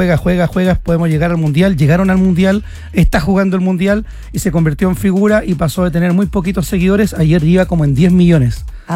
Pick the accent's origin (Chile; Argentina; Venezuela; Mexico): Chile; Valdivia, Los Ríos; moved away; allá en mi ciudad de Valdivia, como somos remeros por naturaleza.